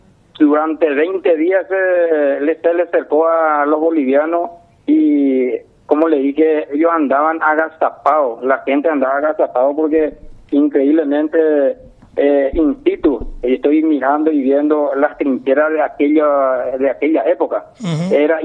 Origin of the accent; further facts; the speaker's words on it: Paraguay; soy paraguayo cuando uno viene y pisa acá.